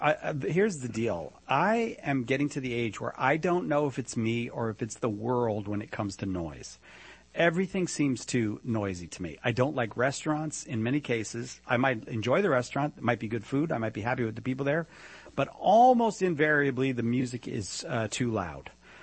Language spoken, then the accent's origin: English; Boston, Massachusetts, United States; See, I'm from Boston.